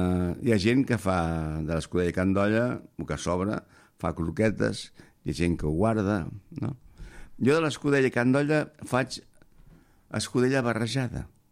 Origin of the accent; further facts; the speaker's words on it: Barcelona, Catalonia, Spain; Jo sóc de Barcelona i encara que porto molt temps aquí, tant en quant se m'escapa un espanyolada.